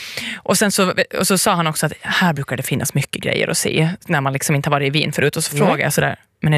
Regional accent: Åland, Finland; also born or lived in Vienna / Zürich; Men när jag är på Åland så är jag ju hemma.

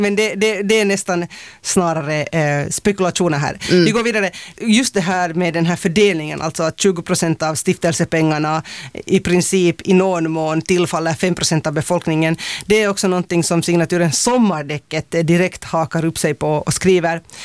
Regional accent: Finland; jag är finlandssvensk.

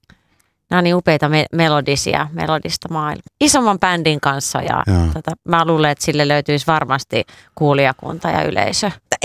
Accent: Viiala, Pirkanmaa, Finland; Viialassa, mistä mä oon kotoisin, pieni paikka, 5000 asukasta, missä ei ollut mitään tanssiryhmää.

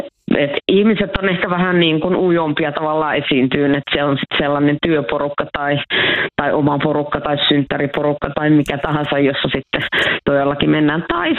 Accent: Oulu, North Ostrobothnia, Finland; nyt on Oulussa kotikaupungissani ilmakitaran 30-vuotiaat

